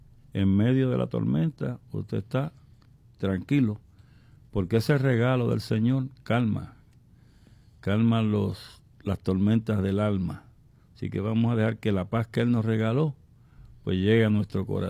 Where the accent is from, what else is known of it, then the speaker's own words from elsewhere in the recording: Naguabo, Puerto Rico; De Naguabo, ajá. De mi pueblo también, en Chumbao.